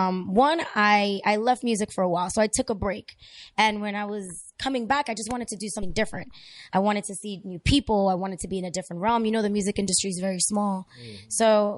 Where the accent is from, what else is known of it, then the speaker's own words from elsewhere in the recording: Dominican Republic; also born or lived in Spain; Yeah, so I'm Dominican and from Spain, but I just say Dominican.